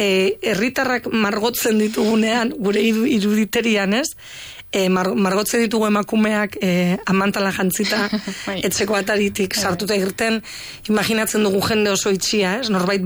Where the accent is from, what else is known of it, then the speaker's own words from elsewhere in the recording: Muxika, Basque Country, Spain; herrian jaio naiz, herrian bizi izan naiz, baina gure etxetik Bilbora ordu erdi dago bakarrik.